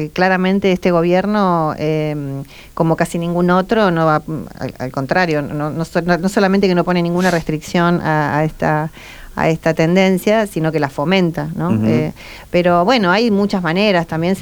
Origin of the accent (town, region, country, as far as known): Argentina